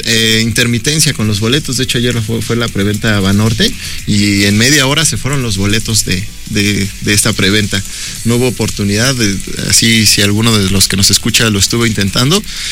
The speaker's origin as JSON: {"language": "Spanish", "region": "State of Mexico", "country": "Mexico", "said": "yo soy mexiquense."}